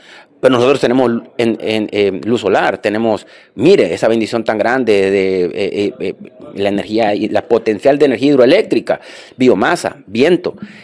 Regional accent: Honduras; somos los hondureños los que hemos estado invirtiendo aquí en Honduras.

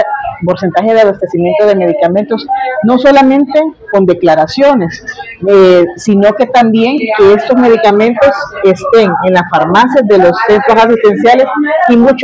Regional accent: Honduras; como pueblo hondureño y como gremio médico.

